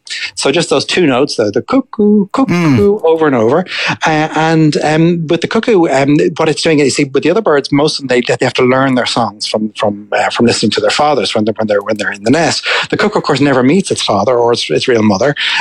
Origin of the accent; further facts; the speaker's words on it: Ireland; And of the people in our group, we're all Irish people